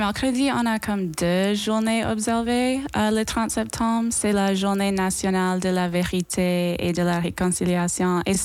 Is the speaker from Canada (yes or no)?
yes; Florenceville, New Brunswick, Canada; first language English; French is a second language; Moi, je suis anglophone et je viens de Florenceville, au Nouveau-Brunswick, mais j'ai fait l'immersion française